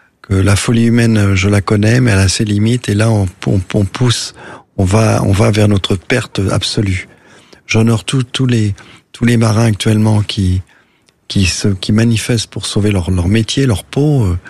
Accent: Moguériec, Brittany, France; je suis breton. Ma terre, elle est dans le Finistère Nord, près de Saint-Paul-de-Léon, Roscoff, un petit village moguériec, dans la baie de Morlaix. Il y a l'île de Bas.

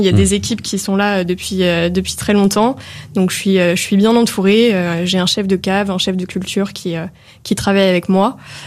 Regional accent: Bourgogne-Franche-Comté, France; étant bourguignon

